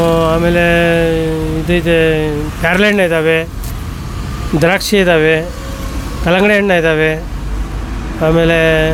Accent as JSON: {"language": "Kannada", "town": "Sominakoppa", "region": "Karnataka", "country": "India", "tie": "born or raised there", "said": "ಇಲ್ಲೇ ಸೋಮಿನಕೊಪ್ಪ. ಸೋಮಿನಕೊಪ್ಪನೇ ಹುಟ್ಟಿದ್ದು ಬೆಳೆದಿದ್ದು, ಶಾಲೆಗೆ ಎಲ್ಲ ಅದೇನೆ"}